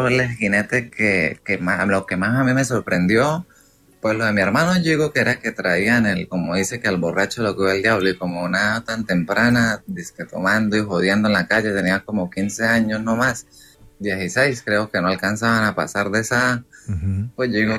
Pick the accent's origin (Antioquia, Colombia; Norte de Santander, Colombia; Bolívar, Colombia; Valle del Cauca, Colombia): Norte de Santander, Colombia; Cúcuta; also born or lived in Villa Rosario; nosotros nos vinimos de Cúcuta por un mal negocio que mi papá hizo a Villa Rosario